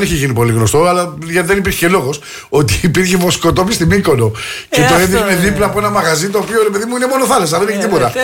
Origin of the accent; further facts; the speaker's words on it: Greece; Γιατί τότε είχαμε λεφτά σαν Έλληνες και βάζαμε βενζίνη.